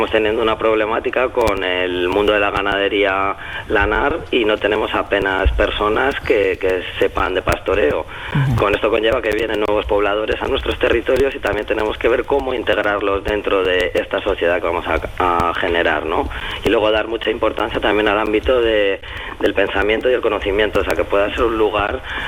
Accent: Berlanga de Duero, Castile and León, Spain; also born or lived in Burgo de Osma / Salamanca; de Berlangadero con una densidad de población de 800 habitantes, sí. Pues sí que realicé la ESO en mi pueblo, luego tuve que ir a Burgos de Osma, un pueblo más grande.

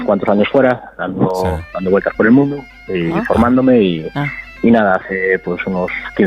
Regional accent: Chantada, Galicia, Spain; Sí, yo nací en Chantada de toda la vida.

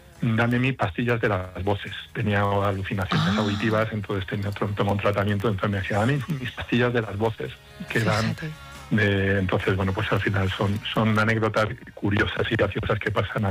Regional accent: Albacete, Castilla-La Mancha, Spain; moved away; yo soy de Albacete, no soy de Monera, pero soy de Albacete

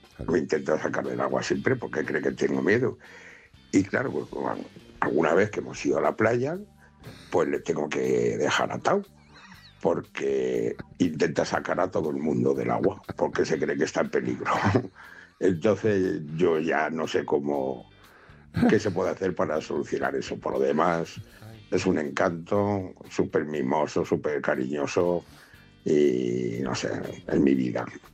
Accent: Segovia, Castile and León, Spain; soy de Segovia.

